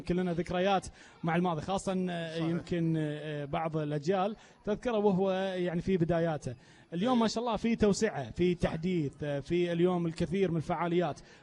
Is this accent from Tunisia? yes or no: no; Kuwait; نقول ديرتنا يعني حلوة